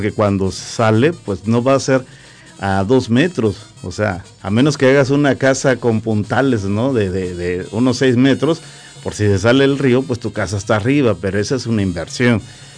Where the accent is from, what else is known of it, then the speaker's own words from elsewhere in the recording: Acapulco, Guerrero, Mexico; Yo recuerdo que está cerca donde yo viví. Yo nací en Alhaja y en Acapulco